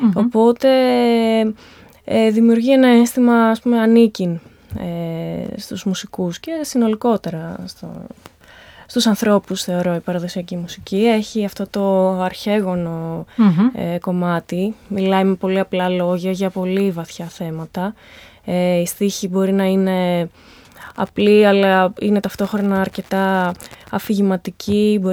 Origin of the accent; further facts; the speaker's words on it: Thessaloniki, Central Macedonia, Greece; όταν ήμουν μικρή και μεγάλη στη Θεσσαλονίκη.